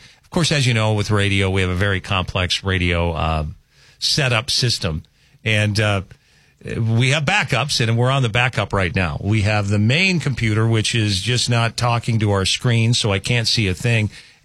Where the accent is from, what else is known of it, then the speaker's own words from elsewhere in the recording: Rugby, North Dakota, United States; And I'm from Rugby.